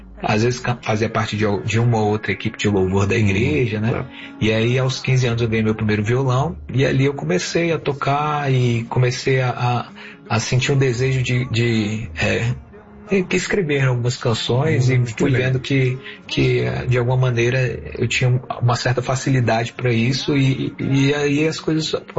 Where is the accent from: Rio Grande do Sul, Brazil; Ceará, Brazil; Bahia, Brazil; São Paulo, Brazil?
Bahia, Brazil; Vitória da Conquista; also born or lived in Itabuna; Eu nasci numa cidade da Bahia chamada Itabuna. Ah, conheço. Mas eu cresci, na verdade, em outra cidade chamada Vitória da Conquista, uma cidade fria na Bahia chamada Suíça Baiana.